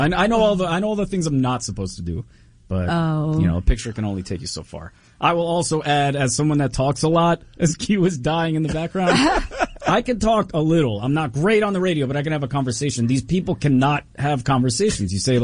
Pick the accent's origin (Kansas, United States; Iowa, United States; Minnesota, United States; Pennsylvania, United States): Pennsylvania, United States; I'm from Pennsylvania, northeastern Pennsylvania.